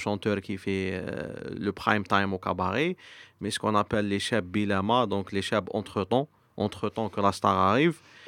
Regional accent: Algiers, Algiers Province, Algeria; J'ai grandi à Alger, je suis né à Alger, et on n'écoute pas Rai à la maison.

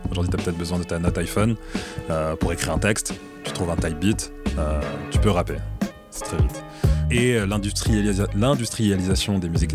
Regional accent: France; en tant que Français

